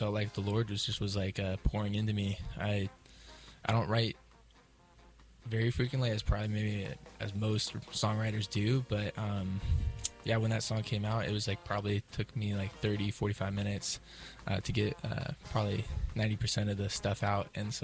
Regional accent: Las Vegas, Nevada, United States; also born or lived in Clarksville, Tennessee; I'm originally from Las Vegas, Nevada. I grew up in Vegas and also in Clarksville, Tennessee.

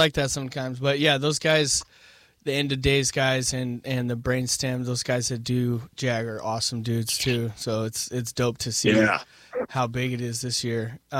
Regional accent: Corona, California, United States; I grew up in Corona. So that's how I got to see the Warriors. I could skate to Showcase Theater from my house

